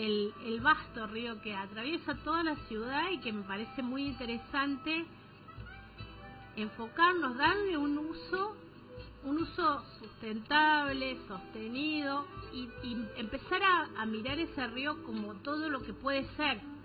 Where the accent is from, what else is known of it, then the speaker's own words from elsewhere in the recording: Cruz del Eje, Córdoba, Argentina; yo mi infancia y adolescencia la viví en el populoso barrio Santa Rosa de la ciudad de Cruz del Eje.